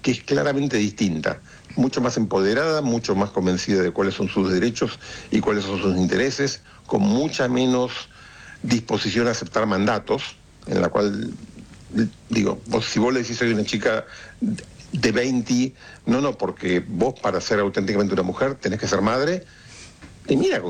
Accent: Argentina; en Argentina estamos del lado del principio

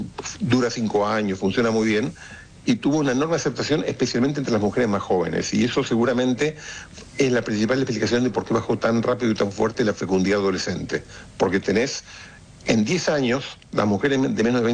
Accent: Argentina; en Argentina estamos del lado del principio

